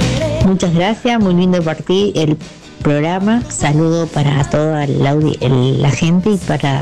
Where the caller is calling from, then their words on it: Arequito, Santa Fe, Argentina; de Arequito.